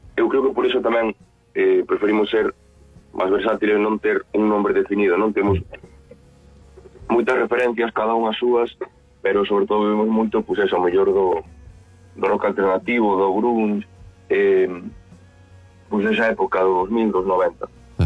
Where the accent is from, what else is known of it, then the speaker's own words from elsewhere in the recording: Cabana de Bergantiños, Galicia, Spain; now in A Coruña, Spain; Yo de Cabana, Bergantiños.